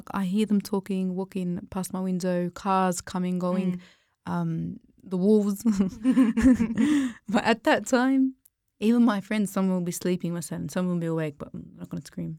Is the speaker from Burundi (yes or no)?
no; Lebanon; I'm in Lebanon. And yeah, I'm Lebanese. I'm from Lebanon. I have uncles that are like 2 hours away.